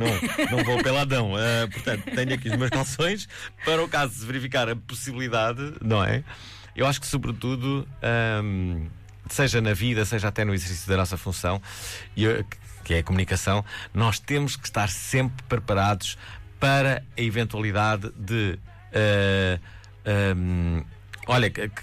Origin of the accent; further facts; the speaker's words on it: Porto, Norte, Portugal; born there; now in Lisbon, Portugal; Eu nasci no Porto, mas estou em Lisboa há mais de 30 anos e na verdade divido a minha vida entre Lisboa e depois vou com alguma frequência, até porque os meus pais estão no Porto